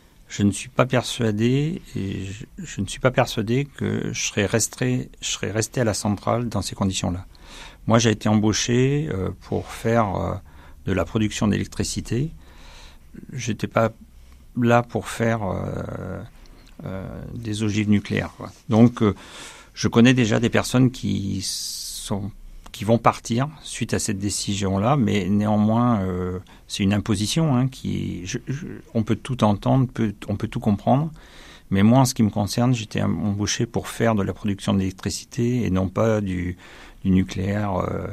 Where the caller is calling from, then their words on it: Nouvelle-Aquitaine, France; j'habite à Pézé-le-Sec, un petit village, pas loin de Chauvigny.